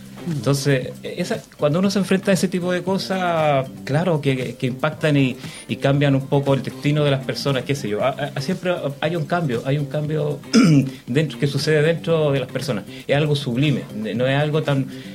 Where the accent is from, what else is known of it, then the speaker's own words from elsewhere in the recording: Concepción, Biobío, Chile; born there; yo de niño vi en Concepción